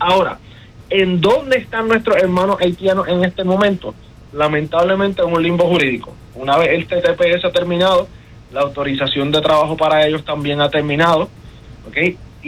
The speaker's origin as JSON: {"language": "Spanish", "country": "Honduras", "also_born_or_lived": "Mexico", "moved": "yes", "lives_now": "United States", "said": "Yo soy, qué sé yo, soy paisano de Gustavo, soy hondureño, ¿okay? Y comencé mi travesía hacia los Estados Unidos, pero cuando estaba viniendo a Estados Unidos me quedé en México y estuve 9 meses en México"}